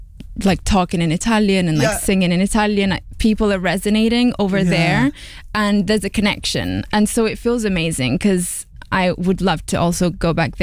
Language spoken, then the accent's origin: English; London, United Kingdom; And so I feel like I've been shaped through the experience of growing up in London and then being around musicians and artists and playing music and going out.